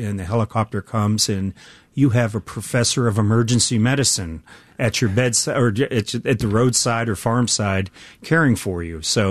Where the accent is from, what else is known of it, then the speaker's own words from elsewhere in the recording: Steubenville, Ohio, United States; So one week covering the ER where I grew up in Steubenville, Ohio, it was that model in our hospital.